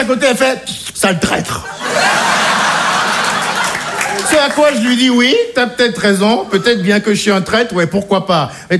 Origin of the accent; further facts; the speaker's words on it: France; Je suis français, assimilé, je le précise, parce que même quand t'es assimilé comme moi